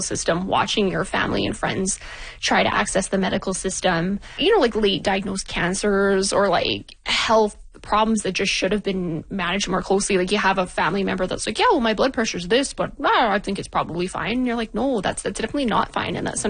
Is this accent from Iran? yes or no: no; Fort St. John, British Columbia, Canada; also born or lived in Grand Prairie; So I was born actually in Grand Prairie and then raised up in Fort St. John, BC, which is just about a 2.5 hours west of here over the BC border.